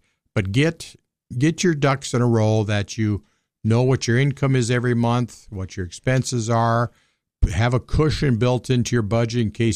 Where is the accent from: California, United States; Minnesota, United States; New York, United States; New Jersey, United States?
Minnesota, United States; Lakefield; Lakefield, Minnesota, right?